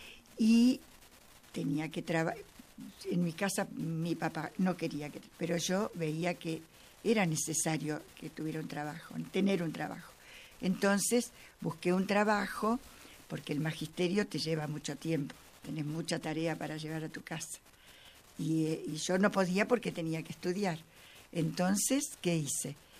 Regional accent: Rosario, Santa Fe, Argentina; moved away as an adult; now in Villa Ramallo, Argentina; Ya estaba casada a los 30 y fuimos a vivir a Paraíso. Yo soy de Rosario, de una zona

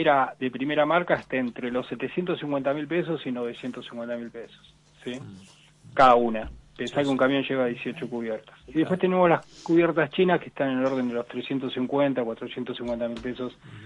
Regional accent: Chubut, Argentina; nosotros somos … de Chubut

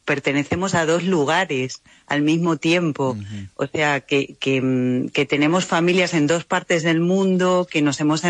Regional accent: Toledo, Castilla-La Mancha, Spain; moved away as an adult; now in Argentina; yo soy toledana, ¿no? Volver a vivir en Toledo, y mis hijos igual, porque sigue estando nuestra familia, nuestras raíces

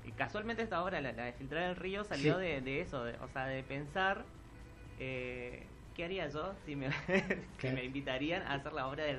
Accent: Puerto Tirol, Chaco, Argentina; fui nacido y criado ahí.

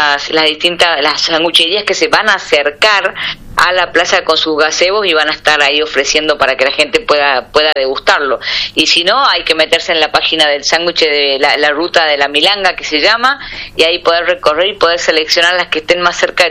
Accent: Tucumán, Argentina; que estemos todos orgullosos como tucumanos

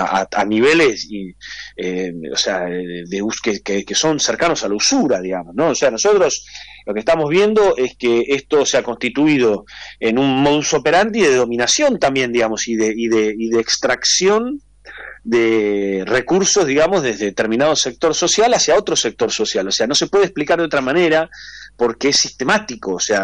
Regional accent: Argentina

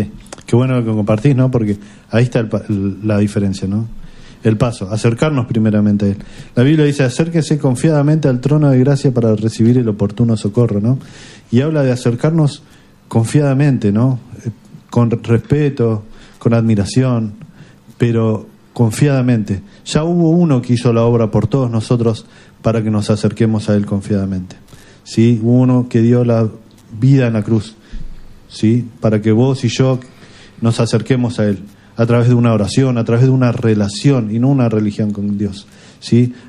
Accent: Argentina; tenemos esa alegría como argentinos

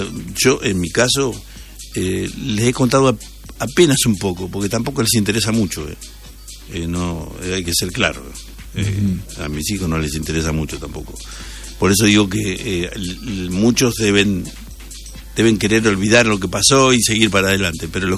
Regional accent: Bolívar, Buenos Aires Province, Argentina; somos varios de Bolívar.

